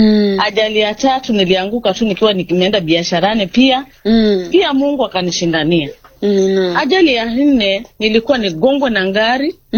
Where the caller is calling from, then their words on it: Ukunda, Kwale County, Kenya; Natoka Ukunda katika Kwale County.